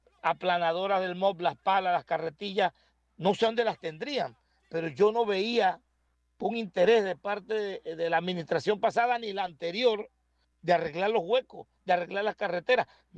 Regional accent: La Tiza, Los Santos, Panama; En La Tiza, en mi pueblo

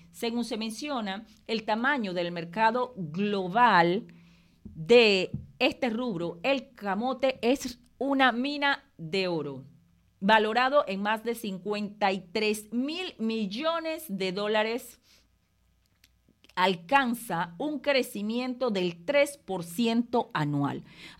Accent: Panama

